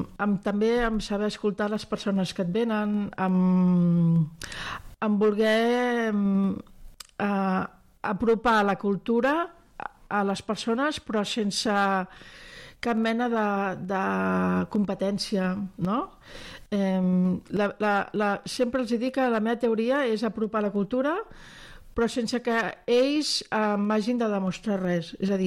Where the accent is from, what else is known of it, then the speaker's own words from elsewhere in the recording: Barcelona, Catalonia, Spain; born there; first language French; Catalan is a second language; vaig néixer en un pis a Barcelona que tot eren llibres, i bueno, la cultura, la lectura, sobretot, ha format part de la meva infantesa i la meva joventut.